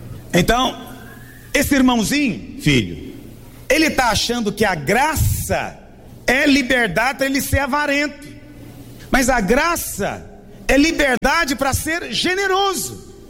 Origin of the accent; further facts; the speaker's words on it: Goiás, Brazil; Eu sou goiano, eu falo dá conta, né?